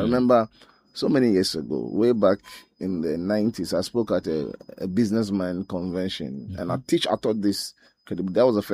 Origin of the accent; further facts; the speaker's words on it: Accra, Greater Accra, Ghana; born there; I was born in Accra in 1958.